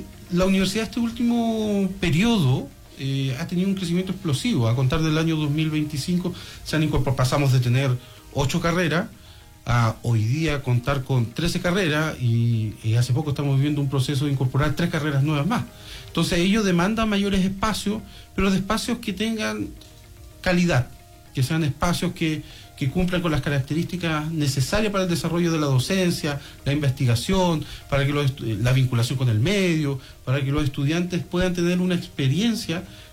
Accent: Coyhaique, Aysén, Chile; aquellos que somos de Coyhaique

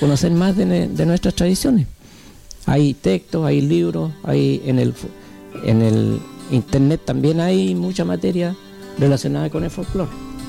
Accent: Chile; No solo decir que soy chileno

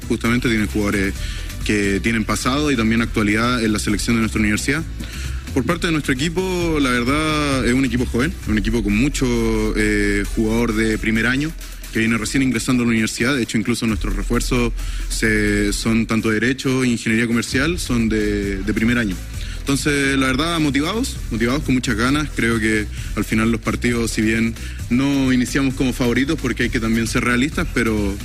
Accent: Angol, Araucanía, Chile; moved away as an adult; Yo vengo desde Angol estudiando acá kinesiología, ya llevo 5 años estudiando.

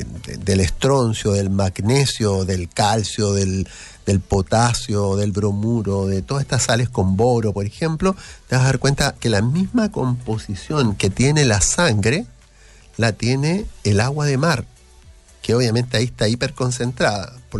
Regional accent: Valparaíso, Chile; Como porteña, ¿ya? Bueno, y lo encuentra en todos lados, en realidad, Bicolon.

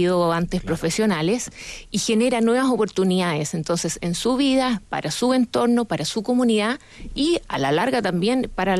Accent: Los Ángeles, Biobío, Chile; moved away as an adult; now in Santiago, Chile; Yo puntualmente vengo de Los Ángeles, en el Biobío

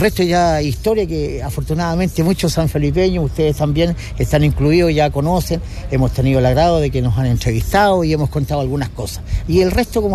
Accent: Chile; siendo buen chileno

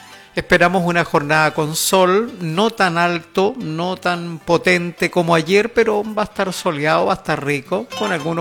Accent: Chile; nosotros, usted lo sabe, somos chilenos todo el año.

